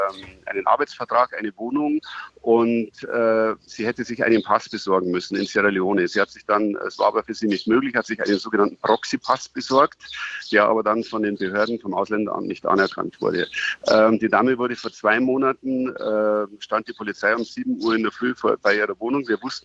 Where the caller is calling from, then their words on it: Passau, Bavaria, Germany; Ich rufe aus Passau